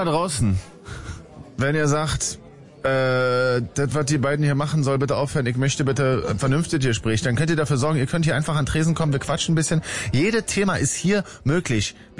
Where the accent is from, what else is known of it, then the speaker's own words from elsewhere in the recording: Berlin, Germany; als Berliner